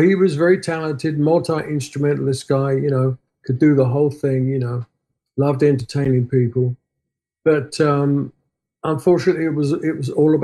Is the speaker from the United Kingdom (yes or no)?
yes; London, United Kingdom; now in Southern California, United States; Finchley, North London. I still drink the tea. That's why I didn't pick up the accent.